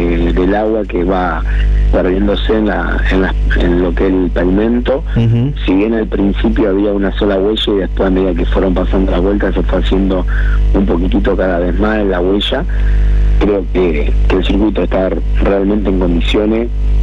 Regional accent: Santa Fe, Argentina; como santafesino me encantaría que explote

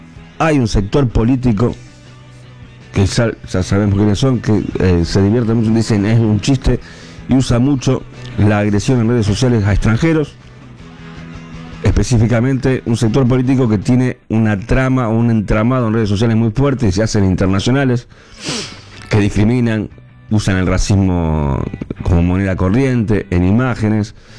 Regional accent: Argentina

